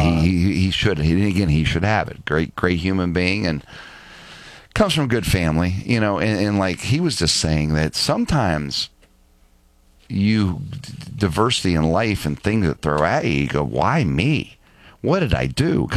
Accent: Martins Ferry, Ohio, United States; I'm from Martins Ferry

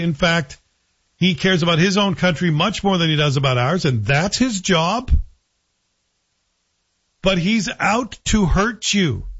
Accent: Canada; I just wanted to be there as a Canadian

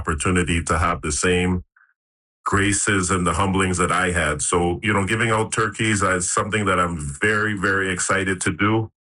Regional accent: Toronto, Ontario, Canada; And for somebody that's born and raised in Toronto. I feel indebted to give back everything I can to this city

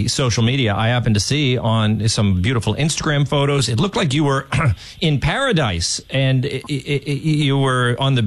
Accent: New England, United States; now in New York, United States; I have a soft spot for the Jets because I come from New England. So I'm generally Patriots, Red Sox, Bruins, you know, Celtics. But when I first moved to New York

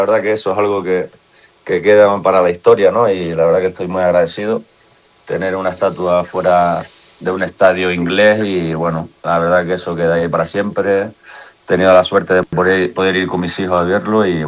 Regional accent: Canary Islands, Spain; yo soy de las Islas Canarias, del sur, pero tengo unos terrenos, unos viñedos en la zona centro de la isla

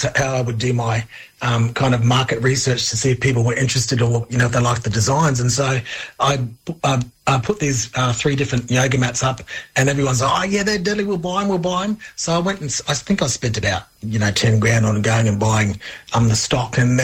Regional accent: Darwin, Northern Territory, Australia; growing up in Darwin, there's lots of, I saw, you know, different Aboriginal people in business.

